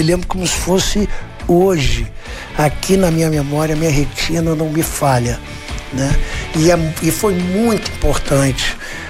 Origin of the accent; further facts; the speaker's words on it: Rio de Janeiro, Brazil; Eu fui batizado, fiz primeira comunhão na igreja, né? Que tem em Cavalcante, né? Apóstolo de São Pedro. Fica no Antônio Saraiva, número 23. Isso aí. E ali eu cresci.